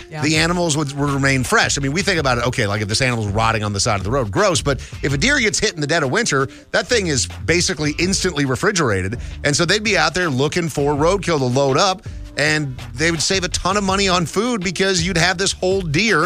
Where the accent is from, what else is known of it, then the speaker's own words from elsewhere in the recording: Minnesota, United States; I'm growing up in Minnesota, same sort of thing.